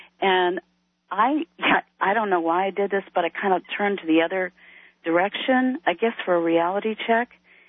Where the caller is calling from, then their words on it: Jonesboro, Arkansas, United States; I'm calling from Jonesboro, Arkansas.